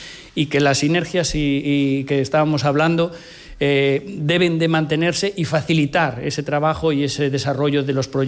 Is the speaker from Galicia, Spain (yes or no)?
yes; Ribadeo, Galicia, Spain; yo soy limítrofe, soy del Ayuntamiento de Ribadeo, en Galicia